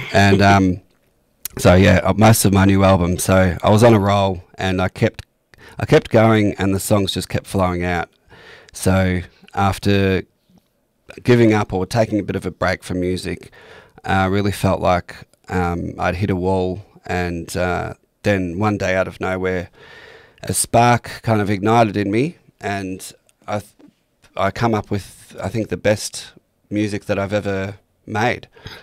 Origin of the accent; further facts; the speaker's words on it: Australia; We are brave, we are strong, we are passionate, we are hard workers, we are fair dinkum Aussies.